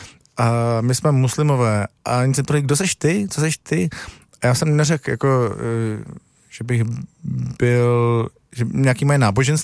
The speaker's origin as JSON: {"language": "Czech", "region": "Bohemia", "country": "Czechia", "lives_now": "Greenland", "said": "A oni, a odkud teda seš? No, tak jsem z Čech."}